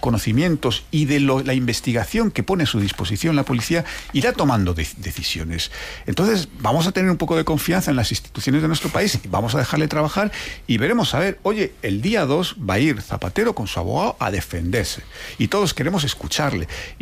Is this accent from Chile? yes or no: no; Spain; porque yo como español no quiero que un expresidente de mi país esté investigado.